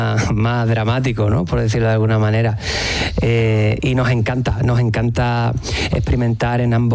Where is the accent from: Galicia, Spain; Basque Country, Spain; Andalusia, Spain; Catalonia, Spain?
Andalusia, Spain; San Fernando; Pues yo soy de San Fernando y mi compi es de La Línea.